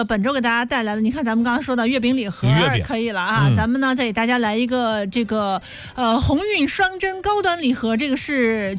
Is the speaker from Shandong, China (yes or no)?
yes; Shandong, China; 咱们山东人的习惯，尤其是这至少得礼尚往来。